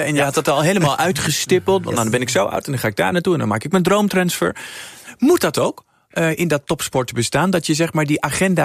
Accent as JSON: {"language": "Dutch", "town": "Rotterdam", "region": "South Holland", "country": "Netherlands", "said": "Even kijken, ik kom uit Rotterdam."}